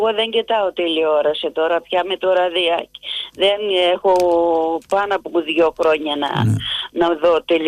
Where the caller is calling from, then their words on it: Piraeus, Attica, Greece; είμαι από τον Πειραιά.